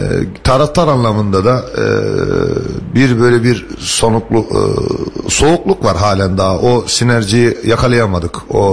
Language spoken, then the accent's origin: Turkish; Mersin, Turkey; Çünkü burada doğduk, burada büyüdük, burada öleceğiz ve burada hayatımızı idame ettiriyoruz.